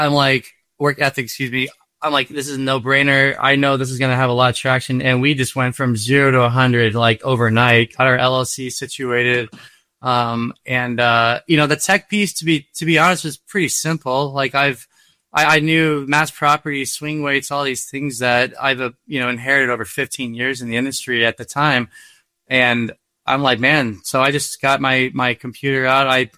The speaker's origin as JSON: {"language": "English", "town": "McKinney", "region": "Texas", "country": "United States", "tie": "born or raised there", "also_born_or_lived": "Chicago", "moved": "as an adult", "said": "recircled back to my hometown in 2019. And our first son was born December of that year here in McKinney."}